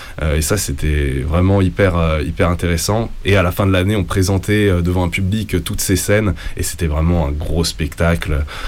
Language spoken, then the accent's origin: French; Nevers, Bourgogne-Franche-Comté, France; moved away as an adult; also born or lived in Strasbourg; now in Paris, France; Mais sinon, moi, je suis originaire de Bourgogne, Nevers, pour être précis.